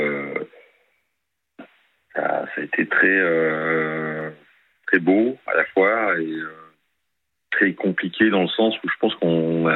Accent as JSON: {"language": "French", "town": "Pau", "region": "Nouvelle-Aquitaine", "country": "France", "said": "Sachant que moi je suis de Pau et elle..."}